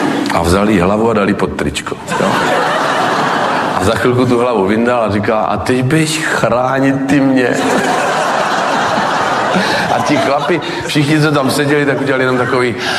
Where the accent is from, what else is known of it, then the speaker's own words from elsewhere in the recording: Třebíč, Vysočina Region, Czechia; kterou jsme jeli po Třebíči po mém rodném městě